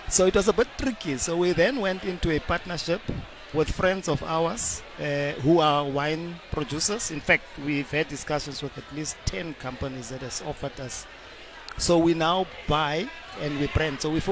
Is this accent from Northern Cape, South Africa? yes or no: yes; Northern Cape, South Africa; I'm from the Northern Cape originally.